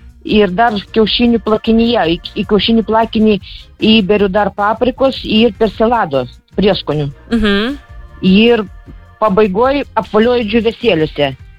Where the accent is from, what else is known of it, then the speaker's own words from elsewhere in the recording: Vilnius County, Lithuania; Trakų rajono.